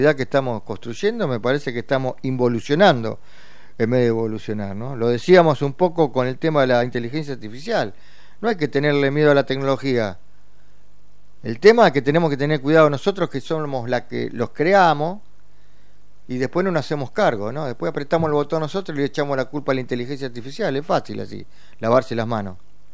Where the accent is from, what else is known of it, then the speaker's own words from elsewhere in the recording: Argentina; Digo la Argentina porque somos argentinos